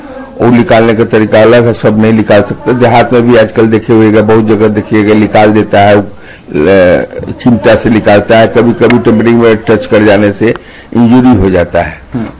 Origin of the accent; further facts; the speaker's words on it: Bihar, India; now in Hazaribagh, India; बिहार के रहने वाला हूँ, लेकिन घर हजारीबाग में ही बना लिया।